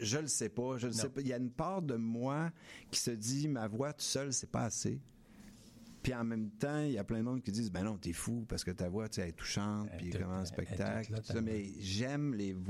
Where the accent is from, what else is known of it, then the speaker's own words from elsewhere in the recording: Gaspé, Quebec, Canada; c'est que je viens de Gaspé. Moi, j'ai grandi à Gaspé.